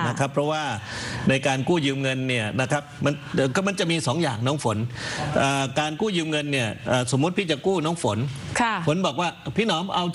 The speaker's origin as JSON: {"language": "Thai", "region": "Bangkok", "country": "Thailand", "said": "เราคนกรุงเทพปริมณฑลเนี่ยที่ดินแถวหนองจอก"}